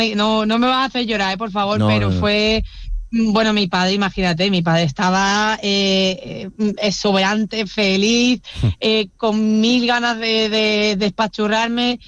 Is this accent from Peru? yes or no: no; Huelva, Andalusia, Spain; cuando bajé a mi tierra, a Huelv